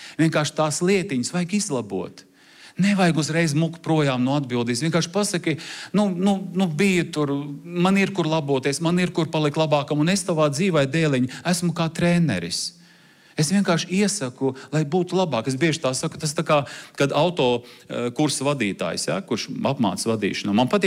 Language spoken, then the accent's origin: Latvian; Armenia; Es esmu tur gruzīns, esmu tur armēnis. Mums armēņiem šī tāda karsta asinis.